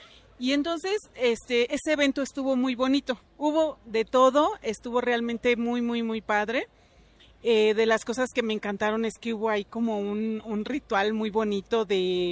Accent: Gustavo A. Madero, Mexico City, Mexico; yo vengo de la Gustavo Amadero y yo puedo decir

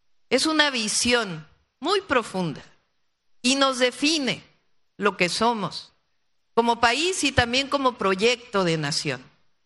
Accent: Mexico

